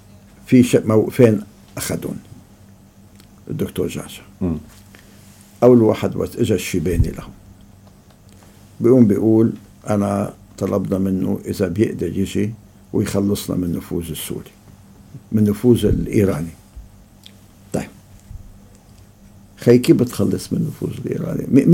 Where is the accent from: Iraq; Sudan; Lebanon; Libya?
Lebanon; نحن شغلتنا كلنا أنه ما يبقى في جيوش أجنبية على أرض لبنان